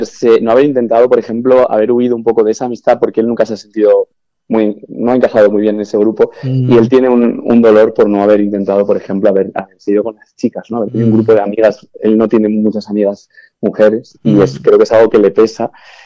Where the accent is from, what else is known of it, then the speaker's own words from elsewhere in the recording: Estella, Navarre, Spain; also born or lived in Barcelona; now in Madrid, Spain; yo eso soy de Estella, de una pequeña ciudad de Navarra, pero luego he vivido en Barcelona, he vivido en Madrid y ahora vivo en Madrid